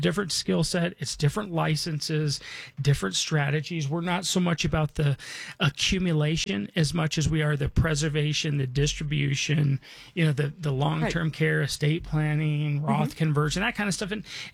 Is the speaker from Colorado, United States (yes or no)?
yes; Denver, Colorado, United States; So Jackie, I mean, my background is, so again, I was born and raised in Denver. Dad was a Lutheran minister.